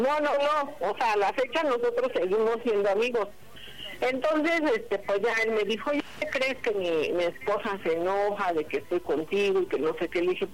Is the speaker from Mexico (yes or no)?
yes; Atenco, State of Mexico, Mexico; Tengo 42 años y soy de Atenco, Estado de México.